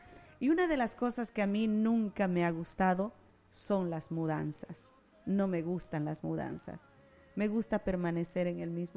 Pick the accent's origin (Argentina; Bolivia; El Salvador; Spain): El Salvador; now in United States; Cuando nosotros llegamos de El Salvador, llegamos al estado de Texas, y los trabajos que tuve aquí, me acuerdo que pues yo era menor de edad